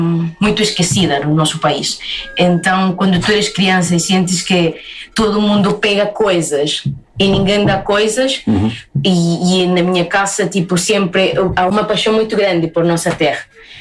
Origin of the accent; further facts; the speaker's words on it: Pucallpa, Ucayali, Peru; Mas sim, e por acaso, de onde eu sou, que é Pucallpa, é o rio Ucayali.